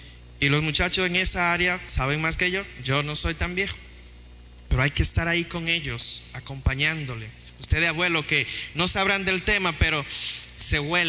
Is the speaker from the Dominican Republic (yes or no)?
yes; Dominican Republic; born there; Nosotros que tenemos la dicha de haber nacido primero en esta bendita República Dominicana, que está, ¿verdad?, permeada por los valores del cristianismo, y más aún en este Cibao, permeado más fuertemente por estos valores cristianos católicos